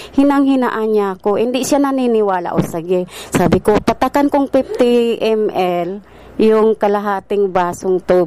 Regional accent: Bicol Region, Philippines; taga Bunga, Canligao, Albay.

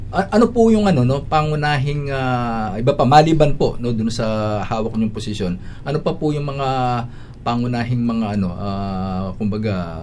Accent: Central Luzon, Philippines; born there; pinanganak ako sa Pampanga

